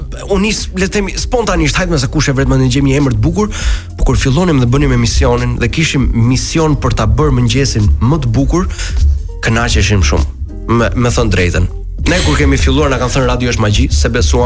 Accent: Fier, Fier County, Albania; moved away; Unë për shembull jam rritur në Fier.

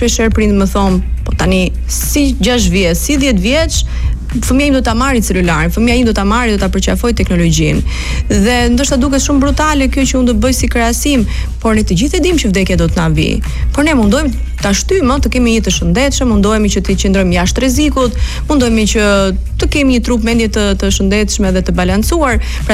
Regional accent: Berat, Berat County, Albania; unë jam nga Berati.

